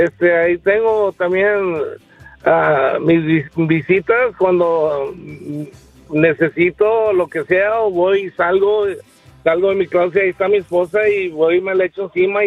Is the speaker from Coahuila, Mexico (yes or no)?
yes; Coahuila, Mexico; Y soy de Coahuila, que le mando un saludo a Mario.